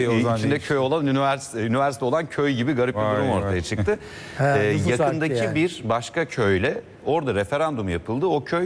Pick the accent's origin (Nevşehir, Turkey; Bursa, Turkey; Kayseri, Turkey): Nevşehir, Turkey; Ürgüp; moved away; Ki biri de Ürgüp Mustafa Paşa'daydı, benim memleketim.